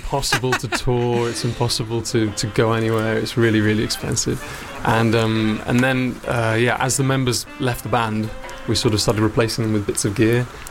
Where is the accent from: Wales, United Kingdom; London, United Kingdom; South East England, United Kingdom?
South East England, United Kingdom; Brighton; moved away as an adult; also born or lived in Manchester; now in Italy; Yeah, I was born and raised in Brighton, although I lived for quite a few years in Manchester.